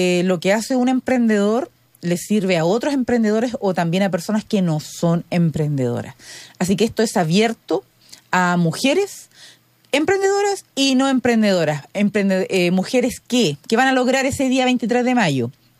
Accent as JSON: {"language": "Spanish", "country": "Chile", "said": "5 somos chilenas"}